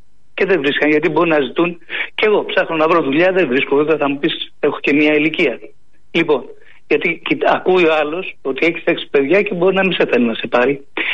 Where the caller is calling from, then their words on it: Greece; ντρέπουμε πιο πολύ που είμαι Έλληνας.